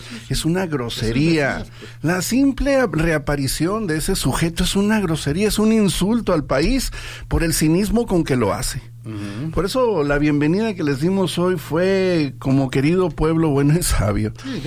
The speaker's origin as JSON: {"language": "Spanish", "country": "Mexico", "said": "Para mí como mexicano, una vergüenza."}